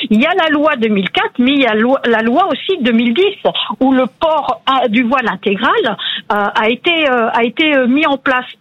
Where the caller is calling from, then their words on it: Pithiviers, Centre-Val de Loire, France; je vous appelle du 45 à Pithiviers.